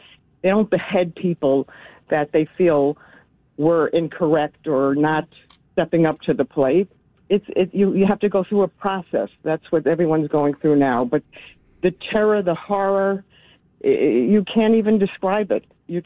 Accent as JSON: {"language": "English", "country": "United States", "tie": "born or raised there", "said": "I mean, I was born and raised in the States, so I am far from a military person."}